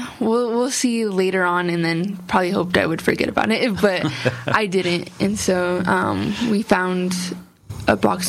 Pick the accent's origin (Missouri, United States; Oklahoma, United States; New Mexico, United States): New Mexico, United States; Las Cruces; But, I honestly loved growing up in Las Cruces. I love the pace, especially with traveling to many different cities. It's nice to come back here.